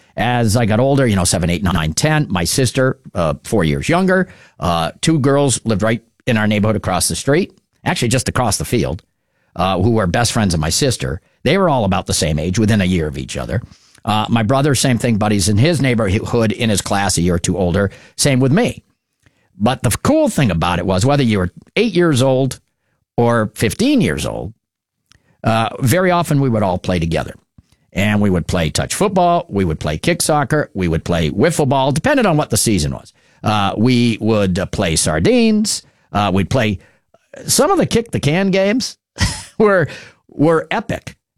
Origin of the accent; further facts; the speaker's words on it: Marlborough, United States; also born or lived in Surry; I grew up late 60s, early 70s. I moved to Marlborough in 69, summer of 69, 70. Started first grade in Marlborough. And my grandparents had their house right on Main Street. My parents, we moved from Surrey